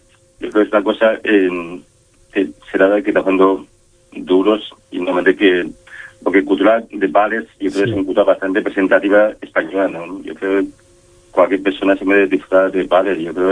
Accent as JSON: {"language": "Spanish", "country": "China", "second_language": "Spanish", "moved": "yes", "lives_now": "Palma, Spain"}